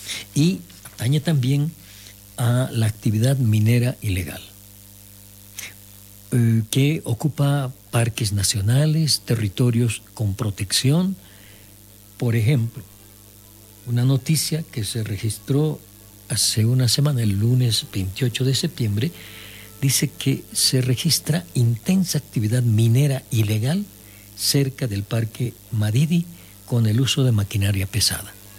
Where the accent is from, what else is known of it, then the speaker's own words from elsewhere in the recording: Bolivia; en otras partes de nuestro país.